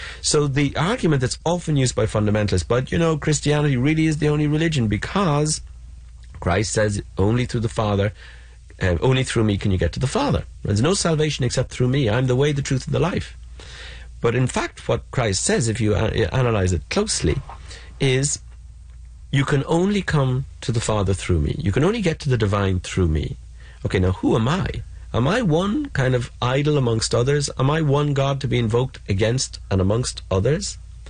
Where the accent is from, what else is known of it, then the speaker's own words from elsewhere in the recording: Ireland; I grew up in Ireland